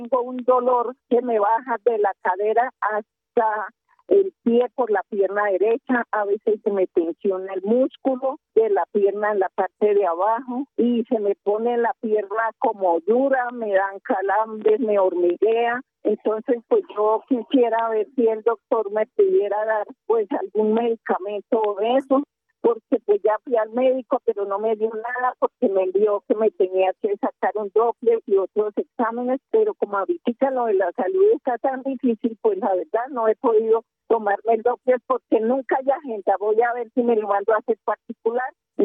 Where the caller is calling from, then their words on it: Bogotá, Colombia; vivo en la ciudad de Bogotá